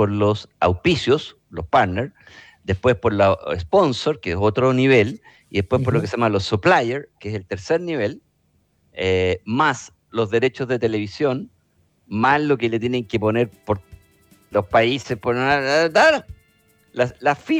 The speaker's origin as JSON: {"language": "Spanish", "country": "Chile", "said": "nosotros como chilenos"}